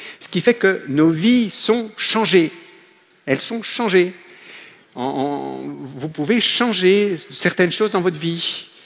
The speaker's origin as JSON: {"language": "French", "country": "Belgium"}